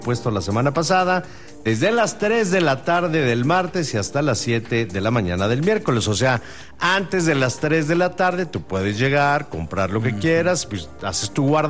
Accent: Mexico; así somos los mexicanos

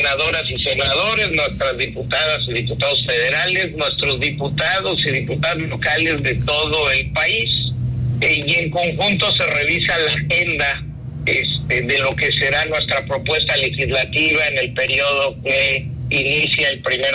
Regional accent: Mexico; tanto sinaloenses como mexicanos merecemos saber qué pasó ahí

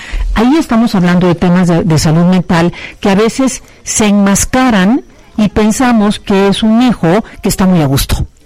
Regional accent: Veracruz, Mexico; moved away; also born or lived in Puebla; yo soy de Veracruz y mi salir al mundo fue de Veracruz a Puebla. Y fue un evento en mi vida.

